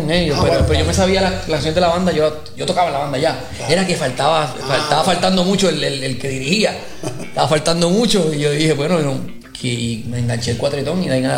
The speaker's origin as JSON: {"language": "Spanish", "town": "Gurabo", "country": "Puerto Rico", "tie": "born or raised there", "said": "Yo me crié en Gurabo, en la calle 3 de la urbanización O'Reilly"}